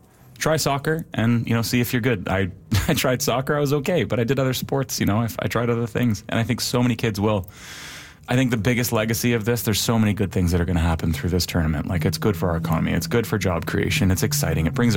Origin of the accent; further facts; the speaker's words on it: Oakville, Ontario, Canada; When I was a kid growing up in Oakville, Ontario, I played, very, very low level, like house league soccer.